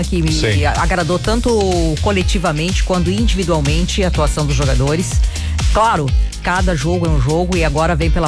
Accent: Brazil

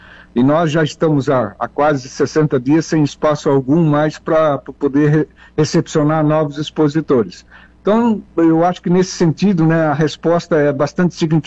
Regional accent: Forquilhinha, Santa Catarina, Brazil; Eu me lembro na minha infância, lá na Forquilinha, o pessoal tirava o leite e levava lá para a Palhoça para refrigerar o leite

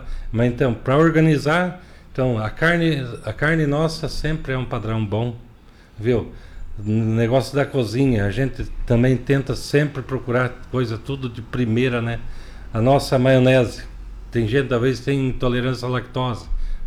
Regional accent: Brazil; mas eu e o Vei nascemos ali no Gavião, né?

